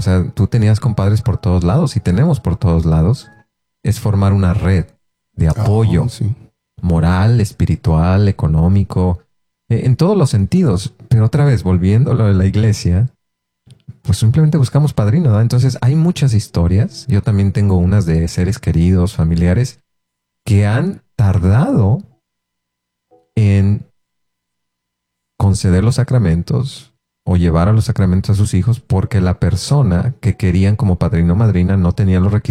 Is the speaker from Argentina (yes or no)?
no; Mexico; No solo porque somos mexicanos, sino porque aquí es donde más se da este aspecto de compadrazgo.